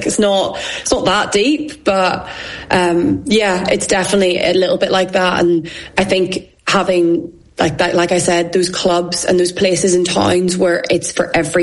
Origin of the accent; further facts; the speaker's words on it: Ireland; And I think especially like as an Irish person, you can sit there and be like, wow.